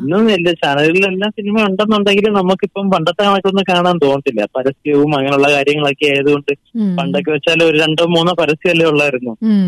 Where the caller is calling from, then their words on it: Kilikollur, Kerala, India; ഞാൻ കൊല്ലം ജില്ലയിലെ കിളികിലൂർ നിന്നാണ് വിളിക്കുന്നത്.